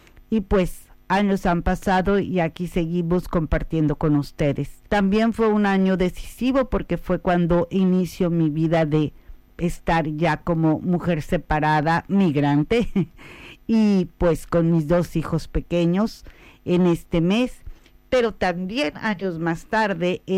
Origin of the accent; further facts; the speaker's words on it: Mexico; soy mexicana, es honrar.